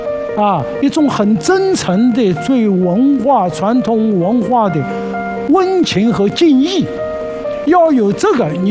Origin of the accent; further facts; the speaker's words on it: China; 我们中国人